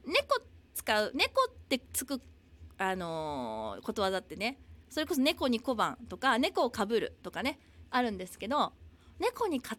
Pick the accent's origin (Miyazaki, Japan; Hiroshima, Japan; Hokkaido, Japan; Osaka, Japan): Hiroshima, Japan; now in Okinawa, Japan; 本当にこの地元の広島から沖縄に住んだのが私にとっては初めての、一人でこう引っ越すっていうのはね、初めてだったんです。